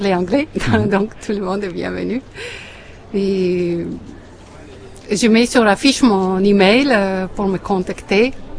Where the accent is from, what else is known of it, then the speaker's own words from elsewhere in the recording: Latvia; French is a second language; moved away as an adult; now in Pornic, France; Moi-même, je ne suis pas française, je viens d'un petit pays qui est Lettonie, mais j'habite à Pornic une vingtaine d'années.